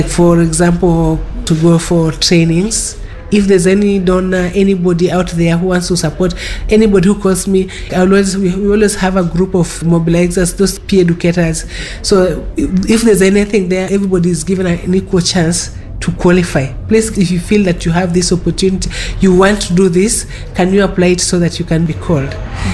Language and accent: English; Kilifi, Kilifi County, Kenya; I come from Kilifi. You know, I cannot travel to Kilifi. I do not have money to even be able to give a bribe so that they can allow me to go to my family.